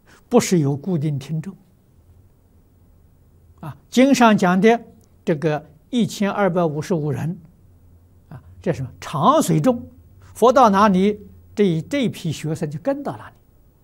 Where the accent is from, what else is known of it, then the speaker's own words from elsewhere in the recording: China; 80岁圆寂是我们中国人讲的虚岁。